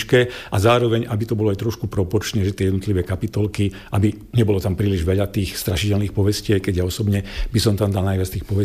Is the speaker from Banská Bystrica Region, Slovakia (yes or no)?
yes; Brezno, Banská Bystrica Region, Slovakia; now in Sliač, Slovakia; som Hugáň, čiže narodil som sa v Brezne a v podstate celý ten svoj život som sa veľmi nepohol medzi Breznom a Zvolenom, pretože v Brezne som sa narodil, vo Zvolení som študoval